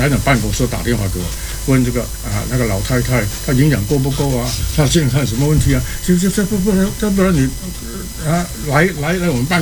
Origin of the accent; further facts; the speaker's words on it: Malaysia; 我是讲讲我的背景，我是马来西亚长大的，马来西亚啊，我毕业的那个中学呢叫做尊孔中学